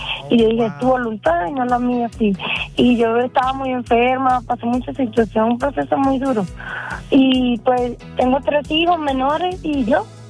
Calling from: Venezuela; moved away; Yo soy de Venezuela.

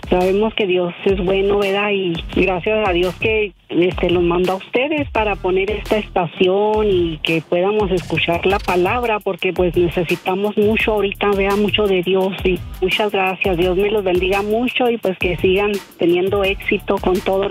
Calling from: Santa Fe, New Mexico, United States; Nacapur, Nuevo México, en Santa Fe.

